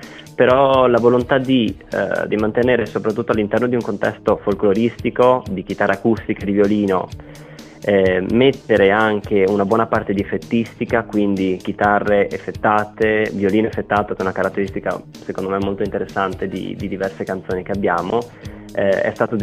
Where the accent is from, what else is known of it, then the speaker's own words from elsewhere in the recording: Friuli-Venezia Giulia, Italy; noi siamo friulani